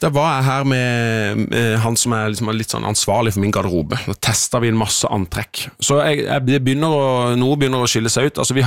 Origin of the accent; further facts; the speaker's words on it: Søgne, Agder, Norway; Vi hadde øvingstid i Søgne der jeg kommer fra.